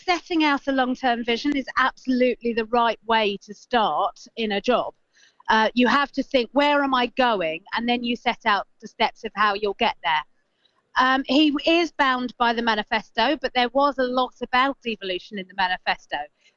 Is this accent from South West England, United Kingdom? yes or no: no; London, United Kingdom; I'm a Londoner, born and bred